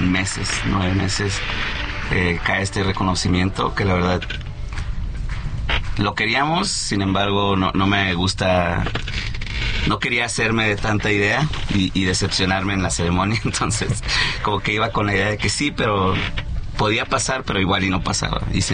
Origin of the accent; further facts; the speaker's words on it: Mexico; moved away; yo me fui de México sin saber, y me da vergüenza, sin saber quién era Enrico Loera.